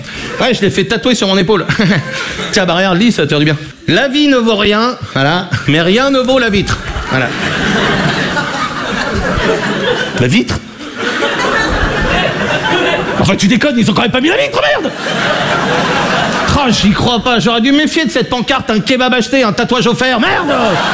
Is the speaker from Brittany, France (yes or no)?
yes; Brittany, France; je suis breton, j'ai 20 ans.